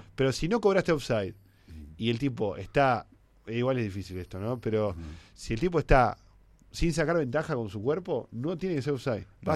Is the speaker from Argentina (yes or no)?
yes; Buenos Aires Province, Argentina